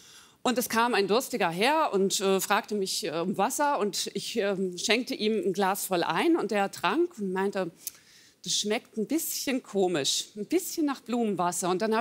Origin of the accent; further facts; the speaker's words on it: Northern Germany, Germany; Ja, bei uns in Norddeutschland sagt man wieder Ochs vorm Scheuerdor.